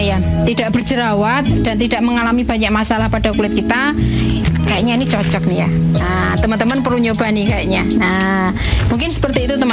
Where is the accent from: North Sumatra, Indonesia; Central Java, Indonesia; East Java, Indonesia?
Central Java, Indonesia; Klaten; saya dari Klaten. Saat ini saya berusia 38 tahun.